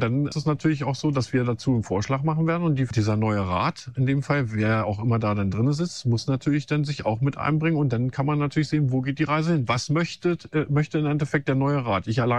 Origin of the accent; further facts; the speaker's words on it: Lower Saxony, Germany; Ich bin ja in Düderode-Eulenrode groß geworden